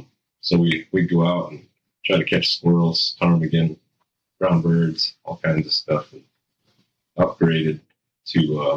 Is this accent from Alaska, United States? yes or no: yes; Utqiagvik, Alaska, United States; Jack's younger brother, 34. I was born and raised here in Iqaluit, Barrow, Alaska.